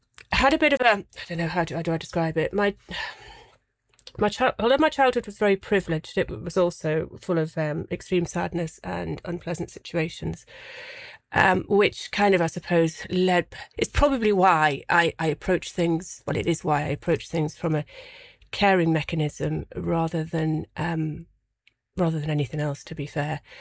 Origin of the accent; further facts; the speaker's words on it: Tynemouth, North East England, United Kingdom; So I was brought up in Tynemouth. Brought up in the northeast of England. I had a very privileged childhood. Not a very happy one, but a very privileged one. So I was privately educated up until the age of 18.